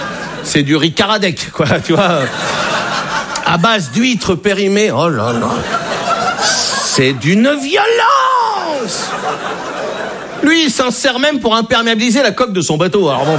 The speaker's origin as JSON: {"language": "French", "region": "Brittany", "country": "France", "said": "Je suis breton, hein, moi j'ai été accepté en Bretagne"}